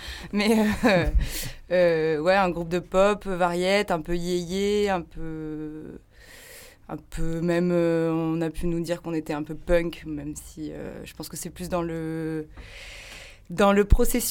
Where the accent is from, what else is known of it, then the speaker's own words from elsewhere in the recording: Grenoble, Auvergne-Rhône-Alpes, France; moved away as an adult; now in Marseille, France; je suis grenobloise et non pas marseillaise. Mais ça fait 10 ans que j'habite à Marseille